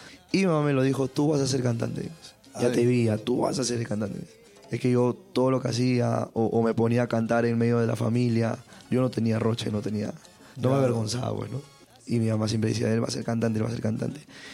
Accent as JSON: {"language": "Spanish", "region": "Callao", "country": "Peru", "tie": "born or raised there", "said": "Yo soy del Callao, Santa Marina Sur, de Santa Marina Sur. Callao, Chalaco de corazón, el barrio que me vio crecer, que me vio nacer, que me vio hacer mis travesuras, que vio mis inicios, mis primeros pininos, todo ahí."}